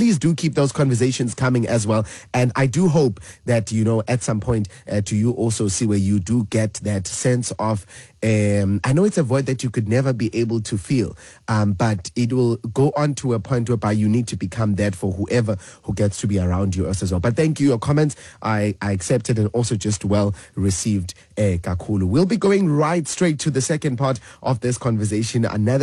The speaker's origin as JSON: {"language": "English", "country": "South Africa", "tie": "born or raised there", "said": "I think growing up in Ekasi, where most kids don't have father figures, also made me feel normal."}